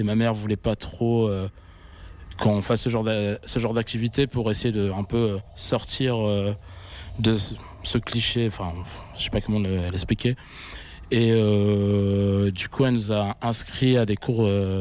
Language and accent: French; Talence, Nouvelle-Aquitaine, France; also born or lived in Bordeaux; Ouais, je suis né à Talence, là juste à côté.